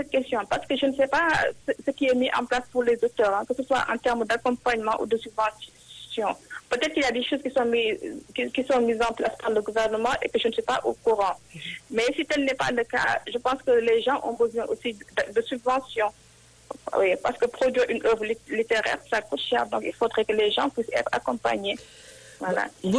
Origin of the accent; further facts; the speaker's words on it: Dakar, Senegal; moved away as an adult; Donc, je suis née à Dakar et j'ai grandi à Dakar. Donc, quand j'ai obtenu mon université Gaston Berger de Saint-Louis, en sociologie, et après, j'ai voyagé en France pour poursuivre mes études.